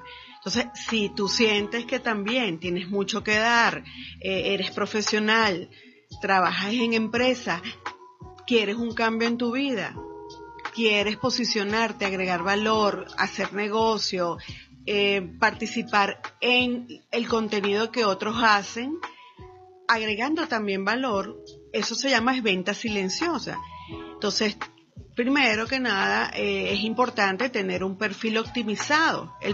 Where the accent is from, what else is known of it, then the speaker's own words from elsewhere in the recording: Venezuela; nosotros como venezolanos